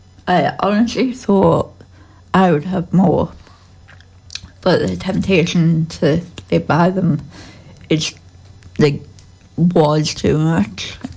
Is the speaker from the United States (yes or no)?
no; Algeria; moved away; I grew up in Algeria